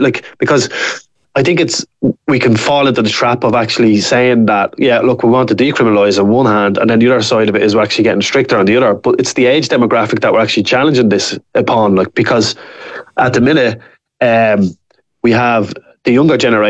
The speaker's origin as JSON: {"language": "English", "country": "Ireland", "said": "as Irish people."}